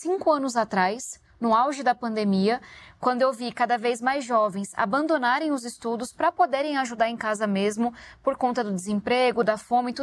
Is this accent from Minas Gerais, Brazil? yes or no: no; São Paulo, Brazil; Eu nasci e criada em São Paulo.